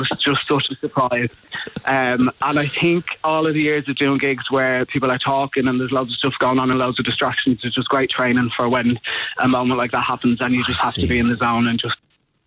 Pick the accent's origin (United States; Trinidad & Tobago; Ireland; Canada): Ireland; Dublin, Leinster; now in London, United Kingdom; I'm from Blanchardstown.